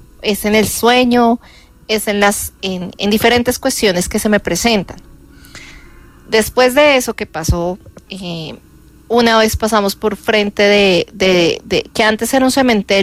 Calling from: Bogotá, Bogotá Capital District, Colombia; Acá desde Bogotá

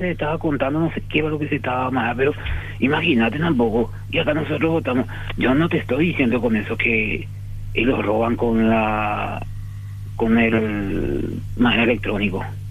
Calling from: Areguá, Central, Paraguay; yo soy de Areguala

